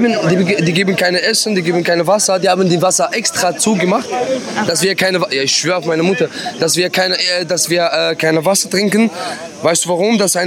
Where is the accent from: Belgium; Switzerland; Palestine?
Palestine; Gaza Strip; German is a second language; now in Germany; Ja, ich bin Palästinenser. Ich komme aus Gazastreifen, ja.